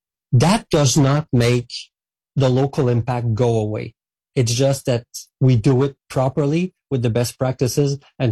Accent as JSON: {"language": "English", "town": "Saint-Hyacinthe", "region": "Quebec", "country": "Canada", "tie": "born or raised there", "said": "I come from a farmer region myself. I was raised in Saint-Hyacinthe, which is the capital of the agricultural world in Quebec."}